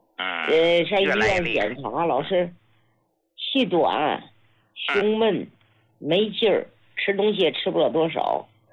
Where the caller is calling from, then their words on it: Hebei, China; 我是河北的。